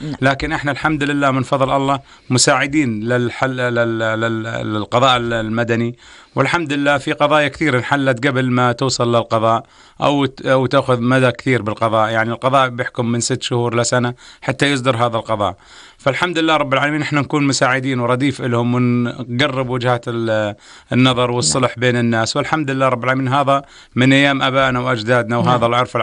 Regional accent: Jordan

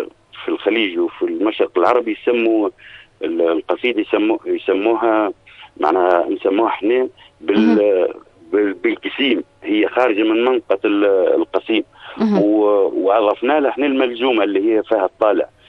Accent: Tunisia; احنا عندنا في تونس

